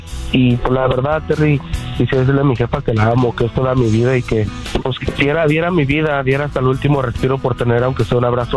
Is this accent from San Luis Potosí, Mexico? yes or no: no; Michoacán, Mexico; nosotros vivimos, somos de Michoacán, teníamos unas tierras ahí con aguacates, siembra, y pues tú sabes, hay uno para lo que uno hace para sobrevivir ahí en México.